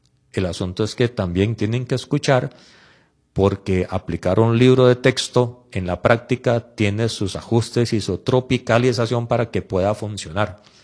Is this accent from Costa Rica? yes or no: yes; Costa Rica; aquí todos somos costarricenses por nacimiento o por escogencia, pero todos somos costarricenses.